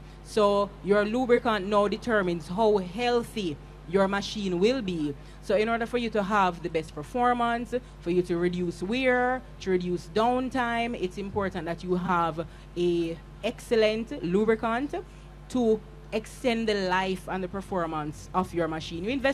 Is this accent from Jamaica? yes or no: yes; Jamaica